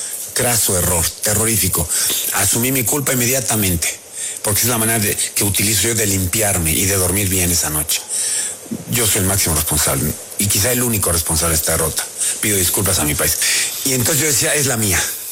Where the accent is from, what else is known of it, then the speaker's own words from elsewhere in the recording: Mexico; soy mexicano